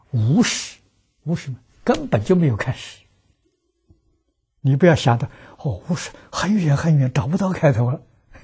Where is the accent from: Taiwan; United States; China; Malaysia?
China; 我们中国人